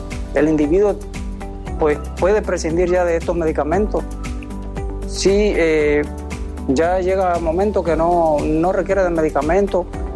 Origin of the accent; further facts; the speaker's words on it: Cuba; moved away; yo observo en mi país, yo observaba en Cuba